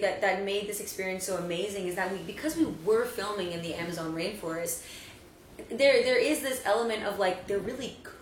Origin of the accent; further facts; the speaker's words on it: Canada; I'm from Canada, so my career started in comedy.